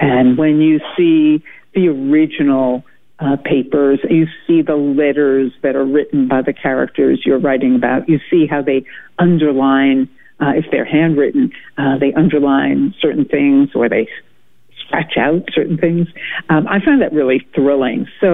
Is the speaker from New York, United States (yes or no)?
yes; New York City, New York, United States; I actually grew up in New York City, far from the places I write about in Spell of Freedom.